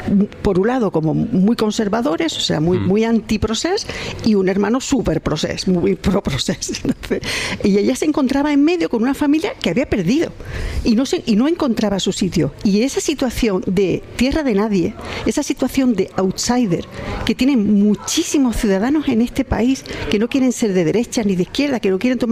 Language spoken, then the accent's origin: Spanish; Ceuta, Spain; Mira, yo vengo de Ceuta. Ceuta es un sitio que ahora mismo es un escenario de una guerra del siglo XXI o de un conflicto híbrido